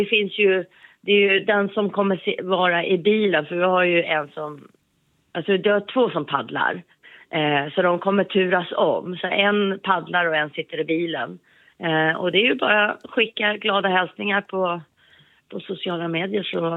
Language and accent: Swedish; Sweden; det är väldigt vackert här hemma i Sverige